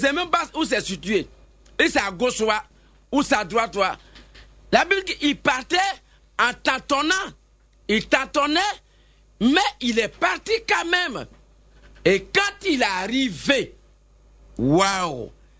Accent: Côte d’Ivoire; chez nous en Côte d'Ivoire

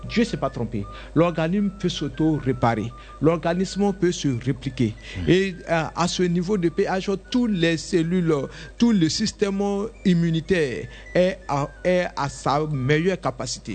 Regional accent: Côte d’Ivoire

